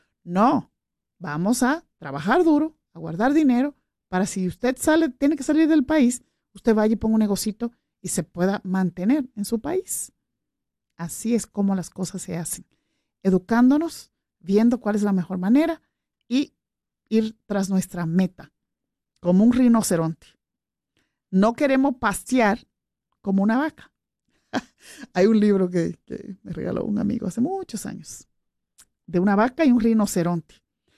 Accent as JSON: {"language": "Spanish", "region": "New York", "country": "United States", "tie": "born or raised there", "said": "yo soy muy, muy neoyorquina, en el sentido de que, acuérdese que yo me crié en Nueva York"}